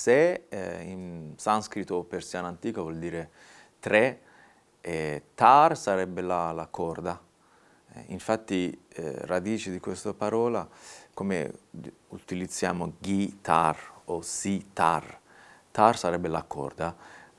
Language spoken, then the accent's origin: Italian; Isfahan, Iran; Italian is a second language; dicevo io vengo da Isfahan o Esfahan, la mia città natale.